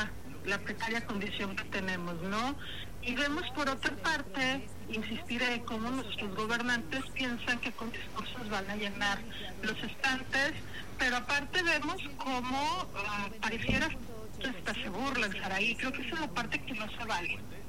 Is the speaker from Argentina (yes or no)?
no; Mexico